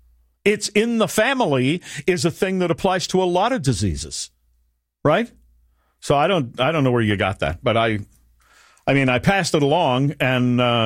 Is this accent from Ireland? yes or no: yes; Ireland; that and being Irish, I'd like to fight with you on that, but I won't.